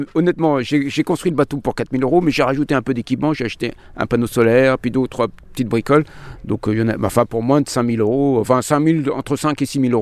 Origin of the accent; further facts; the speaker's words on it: Brittany, France; Je suis breton d'origine, mais il n'y a pas de marin dans ma famille, ni dans mes ancêtres.